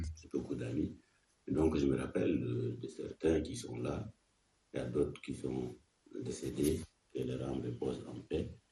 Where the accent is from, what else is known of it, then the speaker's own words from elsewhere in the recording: Abéché, Ouaddaï, Chad; moved away as an adult; now in N'Djamena, Chad; Je suis né en 1969, à Béchi … de mère